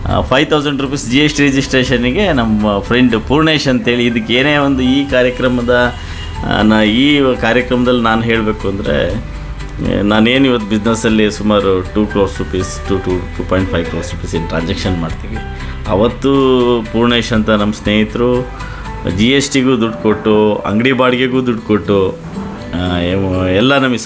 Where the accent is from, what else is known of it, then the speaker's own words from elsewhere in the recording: Shikaripura, Karnataka, India; moved away as an adult; now in Shivamogga, India; ನಾನು ಶಿಕಾರಿಪುರ ನಮ್ದು ಆ್ಯಕ್ಚುಲಿ. ನಾನು ಶಿಕಾರಿಪುರದಲ್ಲಿ ಹುಟ್ಟಿದ್ದು, ಅಲ್ಲೇ ಓದಿದ್ದು. ಡಿಗ್ರಿಗೆ ಸಹ್ಯಾದ್ರಿ ಕಾಲೇಜು, ಇಲ್ಲಿಗೆ ಓದೋಕ್ಕೋಸ್ಕರ ಶಿವಮೊಗ್ಗಕ್ಕೆ ಬಂದಿದ್ದು.